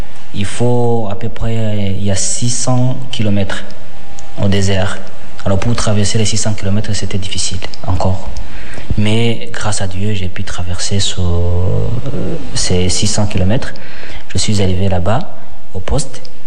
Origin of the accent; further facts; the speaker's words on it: Rwanda; moved away; toi, tu es Rwandais